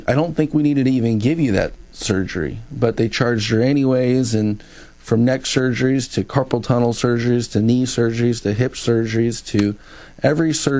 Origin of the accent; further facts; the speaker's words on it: Indiana, United States; I grew up in Indiana